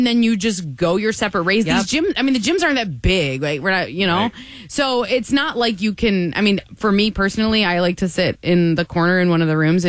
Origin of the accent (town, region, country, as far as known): Michigan, United States; born or raised there